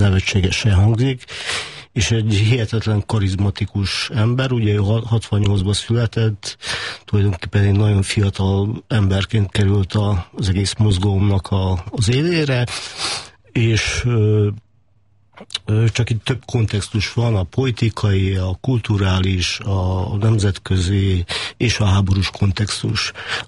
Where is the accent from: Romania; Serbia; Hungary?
Serbia; Vojvodina; és ugye vajdasági magyar származású vagyok, a mi falunkba is érkeztek koszovói, albán